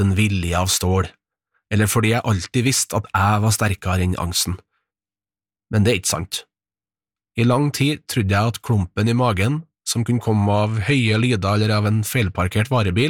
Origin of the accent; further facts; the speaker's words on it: Levanger, Trøndelag, Norway; born there